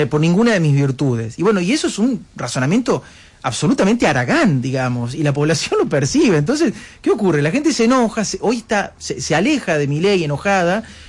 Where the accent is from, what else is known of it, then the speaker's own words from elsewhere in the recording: Córdoba, Argentina; Yo soy una persona que vengo del interior, no vengo del AMBA. Pero cuando vos vas al interior, soy de Córdoba.